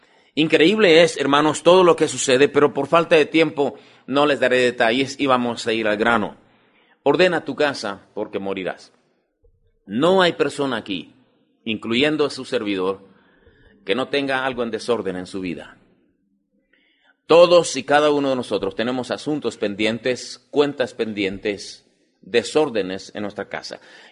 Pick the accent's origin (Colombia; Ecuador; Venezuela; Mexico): Mexico; Como mexicanos, como hispanos